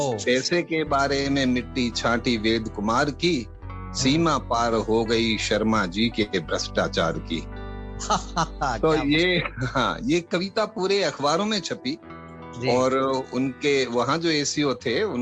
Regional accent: Etawah, Uttar Pradesh, India; born there; now in Ahmedabad, India; UP के Etawah district में हमारी जन्मभूमि रही है।

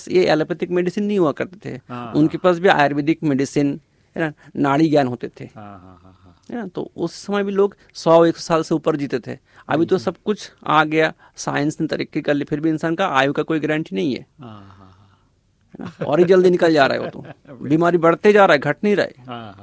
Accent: Kolkata, West Bengal, India; जी मैं एक्चुअली कलकत्ता से बिलोंग करता हूँ मैं

